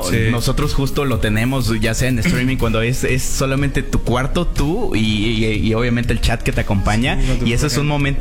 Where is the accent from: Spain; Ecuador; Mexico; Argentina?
Mexico; Jalisco; Sí, yo soy de Jalisco.